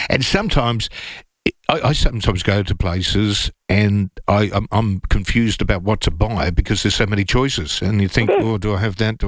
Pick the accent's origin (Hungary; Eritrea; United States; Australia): Australia; Dernancourt, South Australia; also born or lived in Highbury; But I remember, like, when I was growing up around Dernancourt, Highbury, there was so much empty land and there were so many sour sobs.